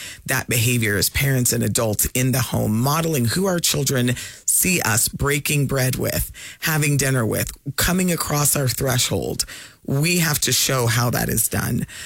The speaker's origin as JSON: {"language": "English", "region": "Alaska", "country": "United States", "tie": "born or raised there", "also_born_or_lived": "East Coast", "moved": "as an adult", "said": "I grew up in this place. I received an education in this place. I received opportunity in this place."}